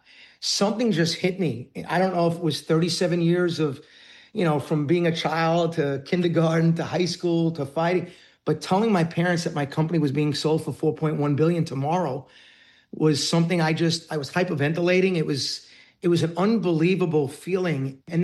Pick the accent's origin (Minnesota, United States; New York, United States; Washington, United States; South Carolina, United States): New York, United States; Queens; It's why I always say … from Queens, right?